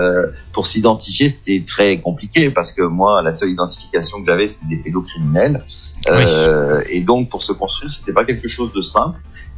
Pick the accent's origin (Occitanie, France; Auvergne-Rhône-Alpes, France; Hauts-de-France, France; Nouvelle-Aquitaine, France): Hauts-de-France, France; Béthune; moved away as an adult; also born or lived in Noeux-les-Mines / Lille / Paris; une vie après à Béthune jusque mes 18 ans avant de partir mes études à Lille, puis après à Paris.